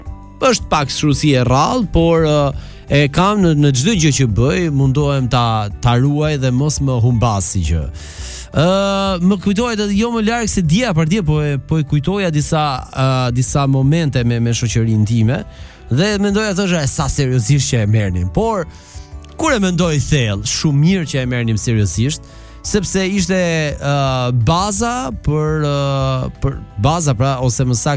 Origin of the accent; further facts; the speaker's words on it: Burrel, Dibër County, Albania; në qytetin tim të lindjes kur kam qenë i fëmijë në Burrel